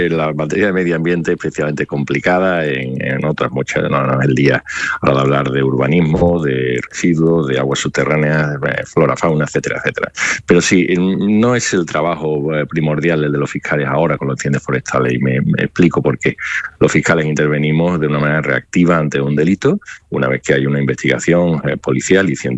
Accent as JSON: {"language": "Spanish", "town": "Cazalla de la Sierra", "region": "Andalusia", "country": "Spain", "tie": "born there", "moved": "yes", "said": "Sí, soy un sevillano de Cazalla de la Sierra"}